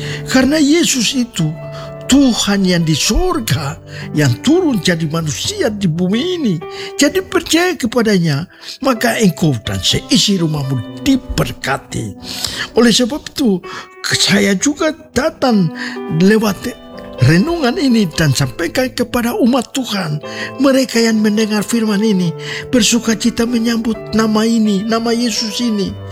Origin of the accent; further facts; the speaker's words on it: Papua, Indonesia; Jadi perkataan ini juga pasti dikatakan oleh Yawinus Yadu kepada kita orang Papua